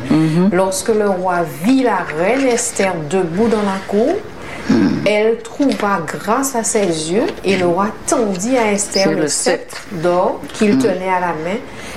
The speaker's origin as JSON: {"language": "French", "country": "France", "said": "chez nous en France"}